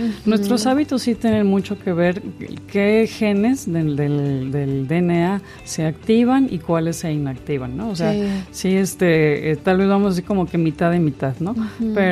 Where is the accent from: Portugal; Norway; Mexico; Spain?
Mexico